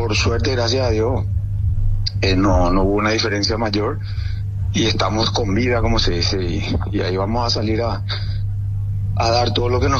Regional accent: Paraguay; somos todos paraguayos

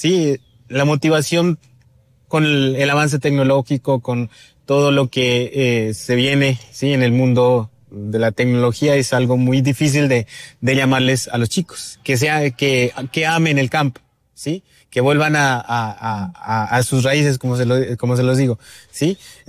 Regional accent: El Tablón de Gómez, Nariño, Colombia; also born or lived in Pasto; Soy del municipio del Tablón de Gómez.

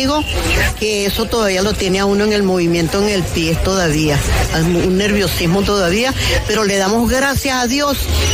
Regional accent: Venezuela; Yo soy venezolana

